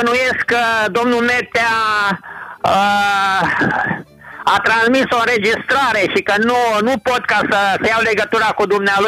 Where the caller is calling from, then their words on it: Novaci, Gorj County, Romania; din Novacii Gorjului.